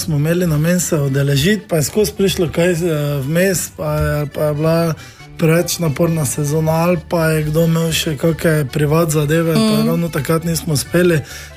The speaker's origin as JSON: {"language": "Slovenian", "town": "Šentilj", "region": "Drava", "country": "Slovenia", "said": "prihajamo iz Šentilja v Slovenskih goricah, tako da iz osrčja Slovenskih goric."}